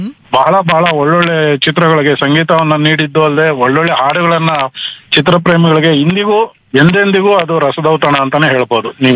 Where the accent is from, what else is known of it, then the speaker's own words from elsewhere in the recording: Devanahalli, Karnataka, India; ನನ್ನ ಸ್ವಂತ ಊರು ದೇವನಹಳ್ಳಿ.